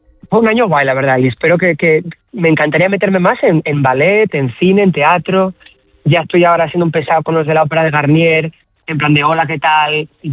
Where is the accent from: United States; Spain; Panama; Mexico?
Spain; Asturias; Yo soy de Barrer para Casa y Asturias me inspira mucho, mi familia me inspira mucho. Tengo colecciones inspiradas en la mitología asturiana, en los colores de mi pueblo, de la naturaleza.